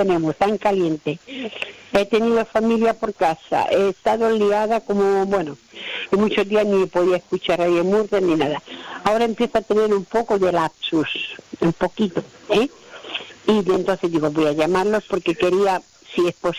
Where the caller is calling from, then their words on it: Palma, Balearic Islands, Spain; de Palma.